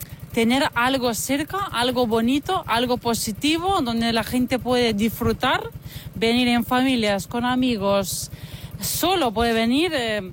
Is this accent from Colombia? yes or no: no; Lithuania; now in Cuenca, Spain; Yo soy de Lituania, sí.